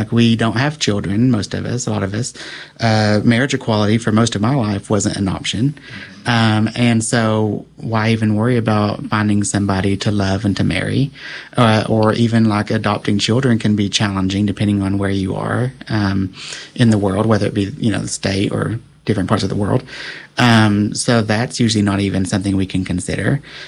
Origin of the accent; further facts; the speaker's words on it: Kentucky, United States; And I was raised in Eastern Kentucky in a Pentecostal environment.